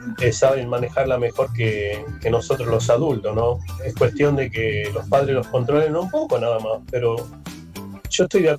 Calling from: Garín, Buenos Aires Province, Argentina; Hola Latina, buenas tardes … de Garín.

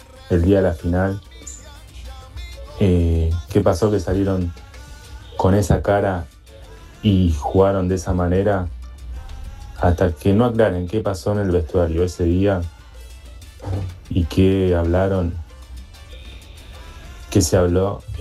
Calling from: San Justo, Buenos Aires Province, Argentina; de San Justo habla.

